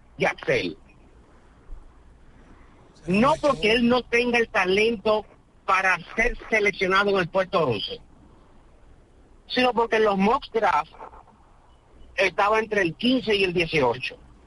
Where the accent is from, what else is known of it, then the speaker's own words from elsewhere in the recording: Moca, Espaillat, Dominican Republic; born there; moved away; Cuando yo vivía en Moca en mi adolescencia